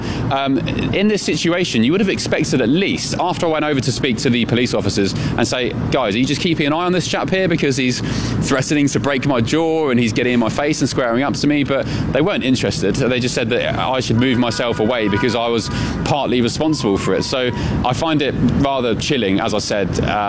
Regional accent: London, United Kingdom; I'm a journalist from London.

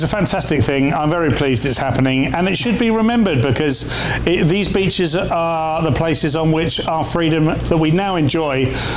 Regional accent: Portsmouth, South East England, United Kingdom; I grew up in Portsmouth, most of our viewers know that.

